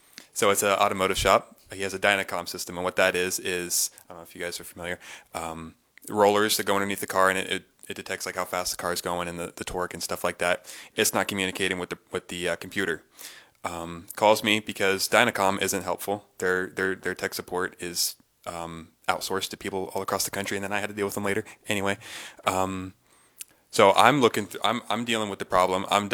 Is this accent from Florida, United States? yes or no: no; California, United States; moved away as an adult; now in Sandpoint, United States; I grew up in Northern California and moved here about 5 years ago. So, Sandpoint transplant as well.